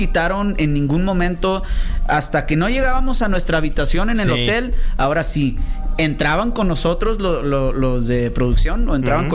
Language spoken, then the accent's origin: Spanish; Mexico; no importa si somos de este lado del charco o del otro, somos mexicanos y debemos estar unidos